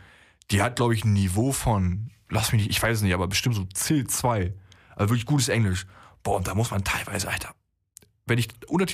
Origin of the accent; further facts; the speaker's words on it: Germany; first language German; Bruder, ich bin Deutscher. So, es ist meine Muttersprache.